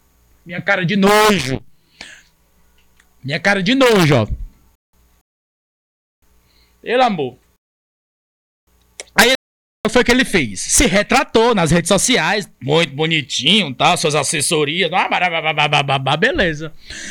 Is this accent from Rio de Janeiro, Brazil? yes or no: no; Ceará, Brazil